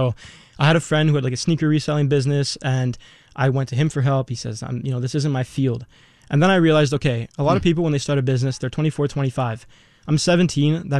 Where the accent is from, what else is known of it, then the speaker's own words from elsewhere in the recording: Montreal, Quebec, Canada; Yeah, so I was born here in Canada, in Montreal, in LaSalle. Grew up there